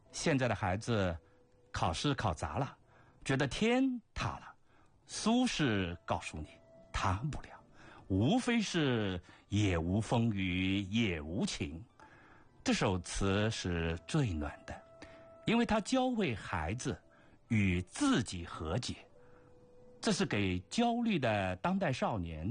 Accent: Jiangshan, Zhejiang, China; 我们江山话保留了许多古音

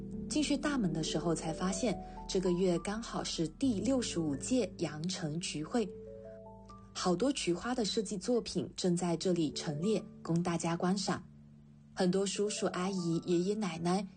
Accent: Chaozhou, Guangdong, China; now in Guangzhou, China; 一开始来广州的时候很不适应吃这边的肠粉，作为一个潮州人，一直认为有芝麻酱的肠粉才叫肠粉

